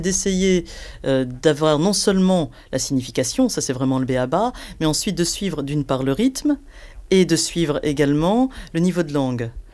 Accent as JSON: {"language": "French", "country": "France", "also_born_or_lived": "Liverpool, United Kingdom / Manchester, United Kingdom", "moved": "yes", "said": "moi je suis française, mais j'ai vécu en Angleterre, justement dans le nord de l'Angleterre d'ailleurs, pas loin de là où Mike Lee habite. J'ai vécu à Liverpool pendant longtemps, et à Manchester un peu aussi d'ailleurs."}